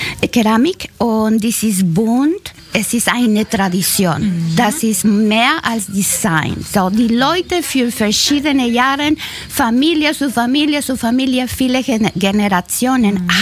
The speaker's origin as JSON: {"language": "German", "country": "Mexico", "second_language": "German", "said": "Ich komme aus Mexiko und ich bin nur frisch gestartet."}